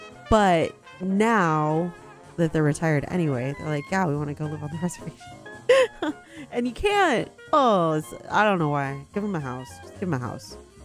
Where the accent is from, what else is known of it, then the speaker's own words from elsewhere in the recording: California, United States; I'm California Indian.